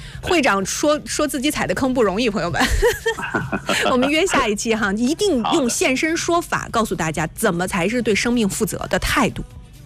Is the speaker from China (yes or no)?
yes; Shandong, China; 确实是在我觉得就是把我们山东人的那个古道热肠，就是我从小就是看着长辈这么做的，对吧？